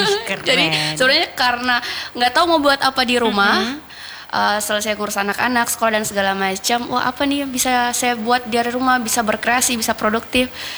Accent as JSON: {"language": "Indonesian", "region": "Sulawesi", "country": "Indonesia"}